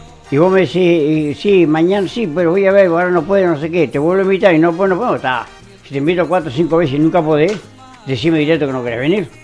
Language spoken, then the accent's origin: Spanish; Maldonado, Uruguay; mira que somos de Maldonado.